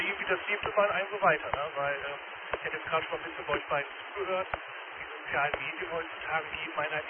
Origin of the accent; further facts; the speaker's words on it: Lower Saxony, Germany; Ich würde sagen, komme ich ziemlich aus Norddeutschland. Das ist 20 Kilometer von Osnabrück damals gewohnt.